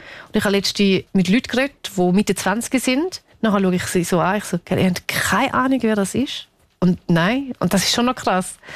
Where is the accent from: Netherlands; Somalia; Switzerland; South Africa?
Switzerland; Niederuzwil, St. Gallen; weil ich bin in Niederutzwil geboren und aufgewachsen.